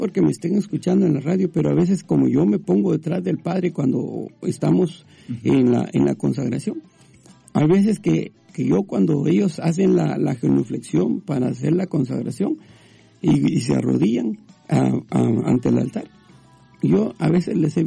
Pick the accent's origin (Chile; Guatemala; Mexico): Guatemala; now in United States; de donde yo vivo, donde yo crecí, en Guatemala